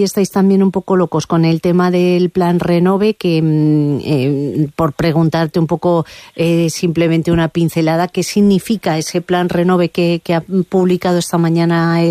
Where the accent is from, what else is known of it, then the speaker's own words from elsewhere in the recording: Ágreda, Castile and León, Spain; en mi pueblo, yo soy de Ágreda